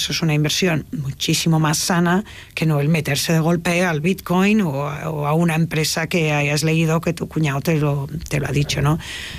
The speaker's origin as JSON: {"language": "Spanish", "town": "Tarragona", "region": "Catalonia", "country": "Spain", "said": "De hecho, yo que soy de un pueblo, soy de Tarragona y de Morella, por parte de padre"}